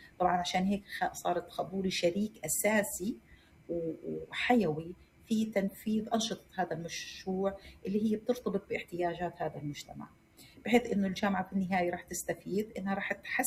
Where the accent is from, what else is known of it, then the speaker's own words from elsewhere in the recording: Palestine; إحنا من فلسطين